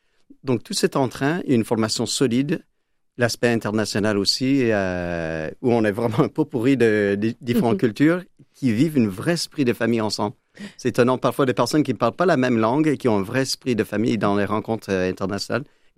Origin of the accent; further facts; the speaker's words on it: Western Canada, Canada; French is a second language; Alors, je suis de l'ouest du Canada, d'une famille qui a des origines françaises, mais là où j'ai grandi, tout le monde parlait l'anglais.